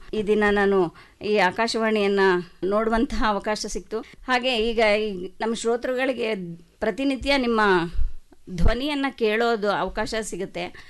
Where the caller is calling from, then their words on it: Hassan, Karnataka, India; ಹಾಸನದಿಂದ.